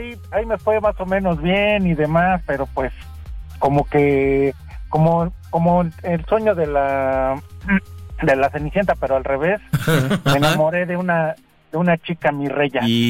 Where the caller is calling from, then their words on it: Mexico City, Mexico; De acá, de la Ciudad de México, de Azcapotzalco.